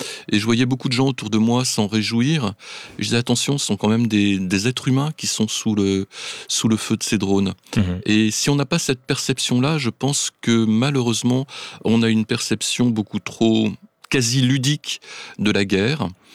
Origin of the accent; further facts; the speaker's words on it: France; chez nous en France